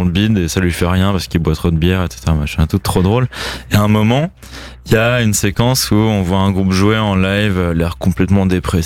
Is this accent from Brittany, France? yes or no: yes; Lorient, Brittany, France; Parce que je suis de Lorient et il y a la côte et tout ça.